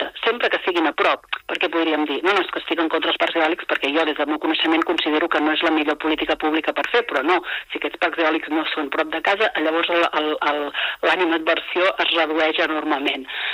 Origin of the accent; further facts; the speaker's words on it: Mataró, Catalonia, Spain; jo que soc de Mataró.